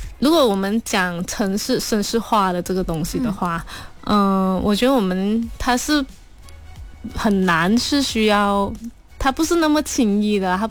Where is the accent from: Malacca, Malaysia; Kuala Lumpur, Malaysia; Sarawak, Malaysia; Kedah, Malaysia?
Kuala Lumpur, Malaysia; 我自己是一个磁场街长大的孩子，我读中孔国中，然后放学溜达的地方就是磁场街的这个区嘛